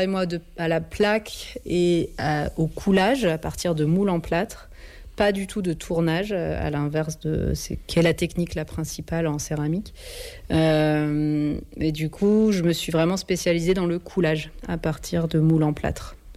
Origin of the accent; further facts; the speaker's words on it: Reims, Grand Est, France; moi, je suis originaire de Reims.